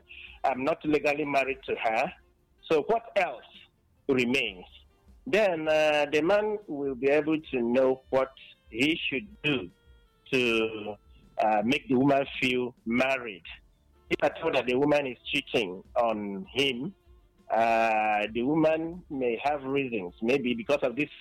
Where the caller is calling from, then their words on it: Akwa Ibom, Nigeria; I'm calling in from Akeze Boyne State.